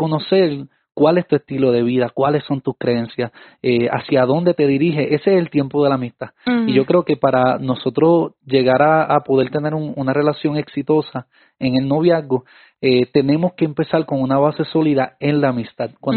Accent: Puerto Rico; por lo menos en mi país, en Puerto Rico

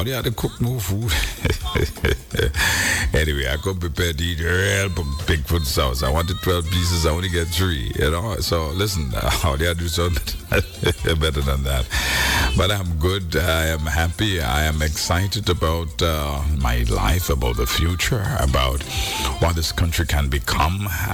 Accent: Saint Patrick, Grenada; I'm from St. Patrick's

